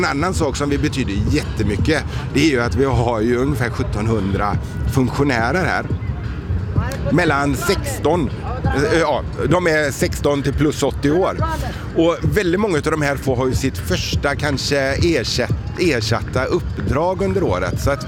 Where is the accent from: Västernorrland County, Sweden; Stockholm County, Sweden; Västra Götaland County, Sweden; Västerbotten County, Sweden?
Västra Götaland County, Sweden; Gothenburg; vardagspulsen som pågår, det är någonting som är otroligt roligt unikt som vi inte alltid tänker på, vi som är göteborgare kanske.